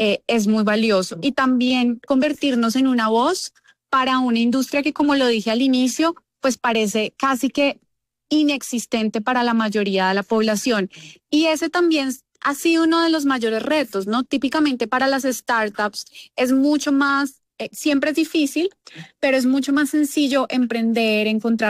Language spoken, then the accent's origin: Spanish; Bogotá, Colombia; yo nací en Bogotá, he vivido acá todo el tiempo